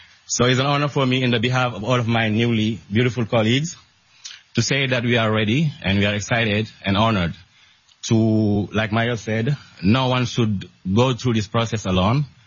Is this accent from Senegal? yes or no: yes; Senegal; now in New York City, United States; 9 years ago, I moved to New York City from Senegal.